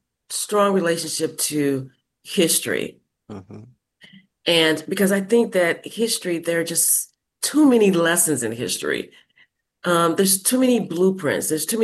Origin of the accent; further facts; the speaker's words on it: Arkansas, United States; the sounds, sights that I experienced growing up in Arkansas